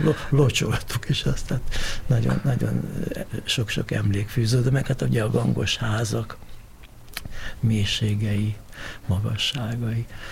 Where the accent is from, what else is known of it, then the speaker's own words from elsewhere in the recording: Budapest, Hungary; én 48-ban az Akteleki utcába születtem bele, mint utcába, és az a vidék, tehát a Tisza-Kálmán tér és környéke